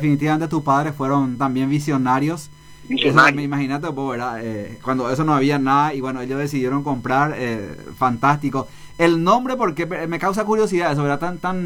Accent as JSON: {"language": "Spanish", "region": "Concepción", "country": "Paraguay", "moved": "yes", "lives_now": "Ciudad del Este, Paraguay", "said": "la gente que no somos de acá, ¿verdad? Yo, por ejemplo, soy de Concepción"}